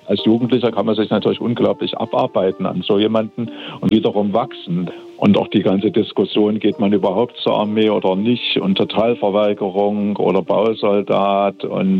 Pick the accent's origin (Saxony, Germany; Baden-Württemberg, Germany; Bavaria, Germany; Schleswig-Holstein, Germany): Saxony, Germany; Dresden; born there; Ja, ich bin ja kein Thüringer. Ich bin ja gebürtiger Dresdner